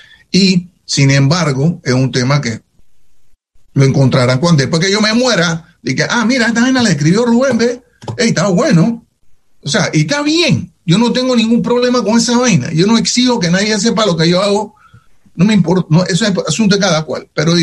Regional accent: Panama; now in New York, United States; Mi papá. Eso fue lo que me hizo a mí fuerte cuando yo salí de Panamá y llegué a Nueva York, donde la droga andaba por todos lados

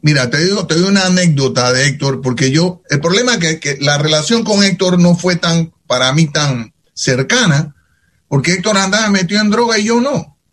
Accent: Panama; now in New York, United States; Mi papá. Eso fue lo que me hizo a mí fuerte cuando yo salí de Panamá y llegué a Nueva York, donde la droga andaba por todos lados

